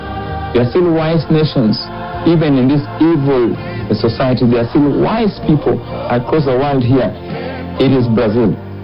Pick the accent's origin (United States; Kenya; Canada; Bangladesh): Kenya; My mind is really repent as a Kenyan when I saw what really has happened